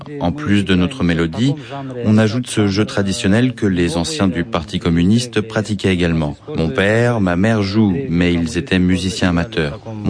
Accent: Kyrgyzstan; Chez nous, au Kirghizistan

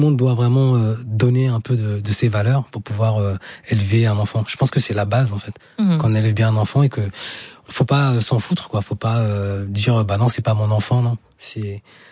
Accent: Senegal; first language Diakhanké; French is a second language

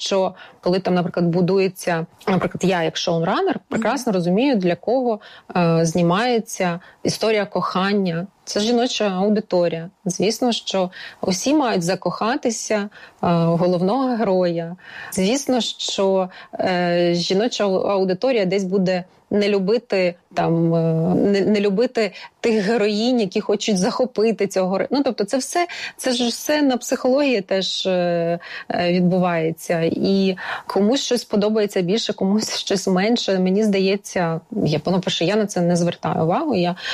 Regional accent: Lviv, Lviv Oblast, Ukraine; І так як я сама зі Львова, і мені дуже близька ця культура

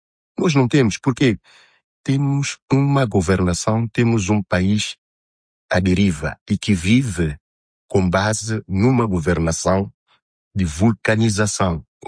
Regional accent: São Tomé & Príncipe; Eu, enquanto santomense, eu, enquanto jovem, enquanto um indivíduo que pensa muito sobre a realidade do país

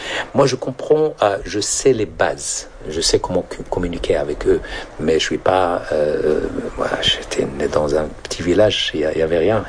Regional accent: Morocco; Mais nous, on n'a jamais appelé nous-mêmes des berbères, donc on est des Amazirs.

